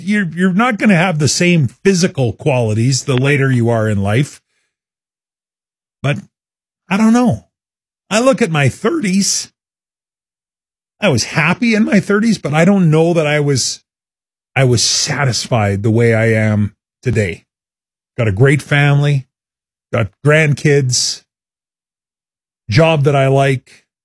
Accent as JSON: {"language": "English", "town": "Saskatoon", "region": "Saskatchewan", "country": "Canada", "tie": "born or raised there", "said": "I did love my early years growing up in Saskatoon in small town Sask."}